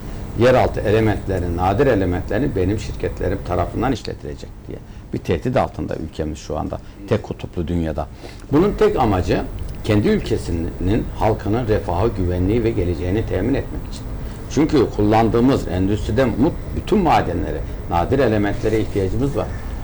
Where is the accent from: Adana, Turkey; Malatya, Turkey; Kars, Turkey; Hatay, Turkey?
Malatya, Turkey; Hekimhan; moved away; ben kendim Malatya hekim anlayayım. Bizim hekim an maden yatağıdır. Evet. Ben çocukluğum madenin içinde geçti. Orada büyüdüm, orada çalıştım.